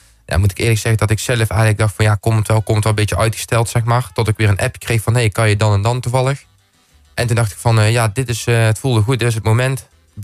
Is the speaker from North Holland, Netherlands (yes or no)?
no; Oss, North Brabant, Netherlands; Want ik kom uit Os.